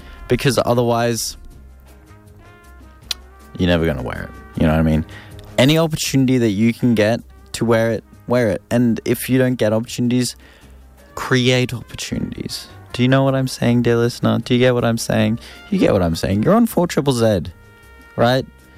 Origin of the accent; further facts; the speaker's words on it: Ipswich, Queensland, Australia; I'm from Ipswich, there's not a great deal of op shopping, maybe some stuff in like Red Bank Plains, that sort of thing.